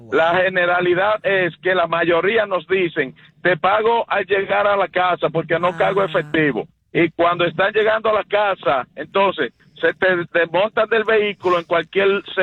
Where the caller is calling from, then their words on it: Philadelphia, Pennsylvania, United States; aquí en el caso específico de Filadelfia, ya los taxistas nos estamos uniendo